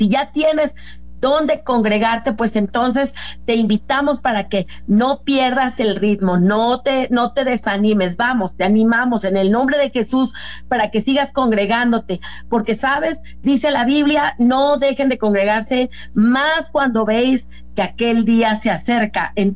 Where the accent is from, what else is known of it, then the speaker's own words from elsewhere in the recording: Mexico City, Mexico; como decimos acá en la Ciudad de México